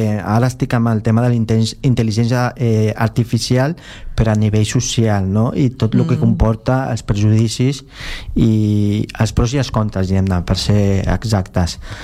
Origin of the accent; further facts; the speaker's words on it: Barcelona, Catalonia, Spain; born there; jo vaig néixer a l'Hospital del Mar.